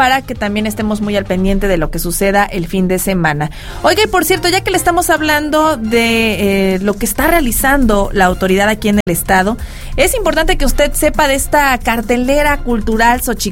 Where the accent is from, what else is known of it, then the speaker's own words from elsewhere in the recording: Mexico; pero también como mexicanos para la fiesta y para resaltar todas nuestras costumbres y tradiciones.